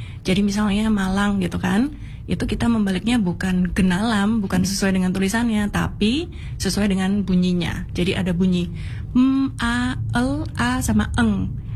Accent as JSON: {"language": "Indonesian", "region": "Java", "country": "Indonesia", "said": "kita tuh orang Jawa biasanya batu jadi mbatu, blitar jadi blitar gitu kan ya."}